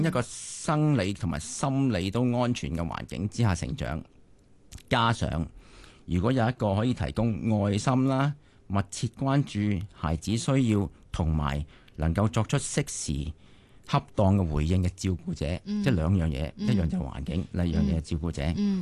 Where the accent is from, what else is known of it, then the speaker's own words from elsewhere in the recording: China; 其實證明咗我哋中國人個至理名言啦，就係三歲定八十。